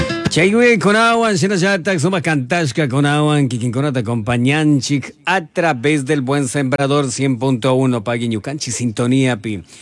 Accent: Ecuador

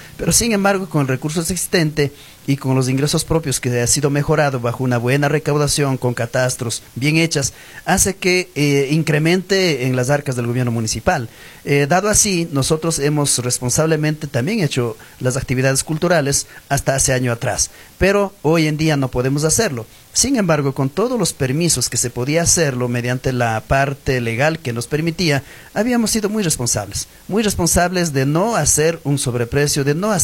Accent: Ecuador; También como huamoteños, como ecuatorianos

